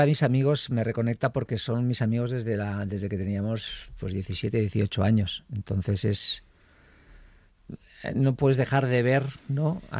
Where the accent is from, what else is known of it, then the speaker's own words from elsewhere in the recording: Basque Country, Spain; donde viví toda mi infancia, hasta que me marché de casa, que estaba en un barrio obrero en Zaramaga